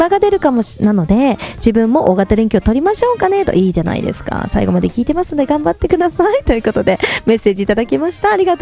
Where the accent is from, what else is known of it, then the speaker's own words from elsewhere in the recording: Hyuga, Miyazaki, Japan; moved away; FM 広場から聞いてるということで、私の地元でございますね。